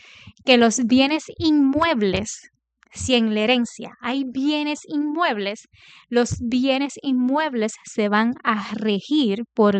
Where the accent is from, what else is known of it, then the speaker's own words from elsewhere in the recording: Orocovis, Puerto Rico; una finquita en Orocovis, en mi pueblo